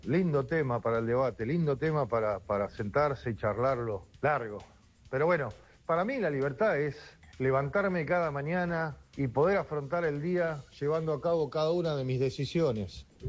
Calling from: Buenos Aires, Argentina; de Núñez.

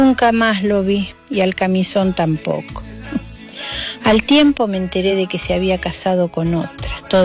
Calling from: Buenos Aires, Argentina; de Lugano

